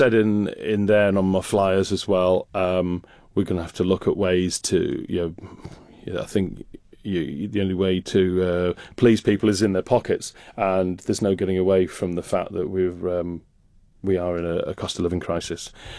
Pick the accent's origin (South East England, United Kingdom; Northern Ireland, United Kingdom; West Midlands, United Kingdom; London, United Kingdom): West Midlands, United Kingdom; Rugby; moved away as an adult; now in Isle of Man; roughly the population of my hometown of Rugby, where I grew up.